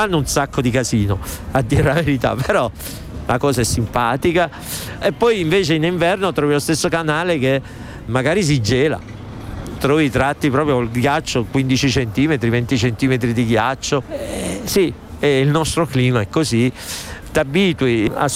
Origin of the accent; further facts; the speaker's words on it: Abruzzo, Italy; moved away as an adult; now in Salzburg, Austria; Io che sono abruzzese